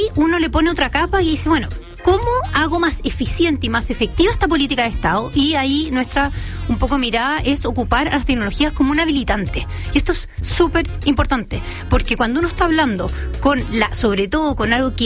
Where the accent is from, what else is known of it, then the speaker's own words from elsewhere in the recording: Chile; also born or lived in Europe; es un activo gigante que tenemos como chileno.